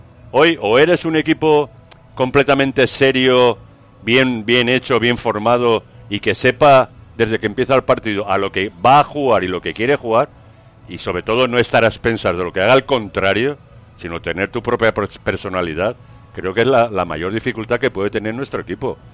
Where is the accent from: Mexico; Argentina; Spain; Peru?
Spain; Valencian Community; yo como valenciano